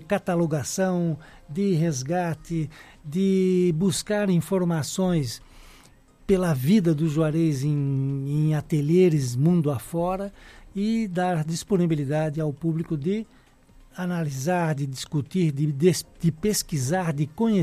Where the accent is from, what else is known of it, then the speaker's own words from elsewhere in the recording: Joinville, Santa Catarina, Brazil; born there; moved away; Eu, como joinvilense, embora não morando mais aqui